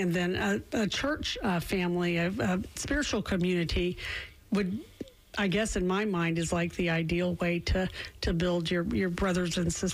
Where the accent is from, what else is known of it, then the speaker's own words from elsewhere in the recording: the South, United States; I'm from the South